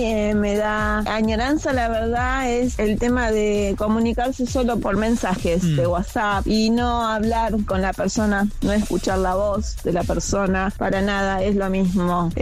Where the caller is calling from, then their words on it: San Martín, Buenos Aires Province, Argentina; de San Martín.